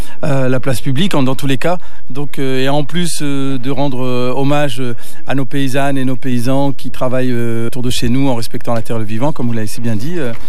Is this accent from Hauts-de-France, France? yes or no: yes; Roubaix, Hauts-de-France, France; Parce que moi je suis né, j'ai grandi à Roubaix. Donc à Roubaix, c'est une ville industrielle, une ancienne ville industrielle